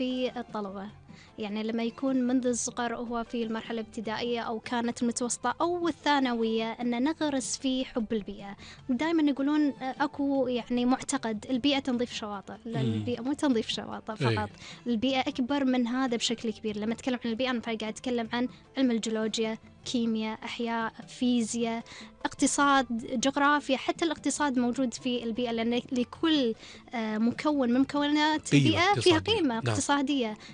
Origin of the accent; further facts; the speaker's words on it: Kuwait; عندنا في الكويت